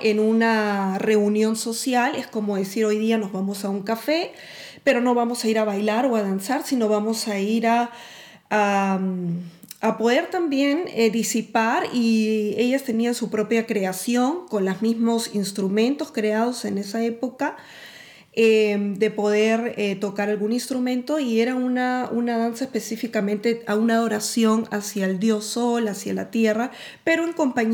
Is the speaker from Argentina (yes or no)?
no; Peru; de nuestra experiencia como peruanos que hemos tenido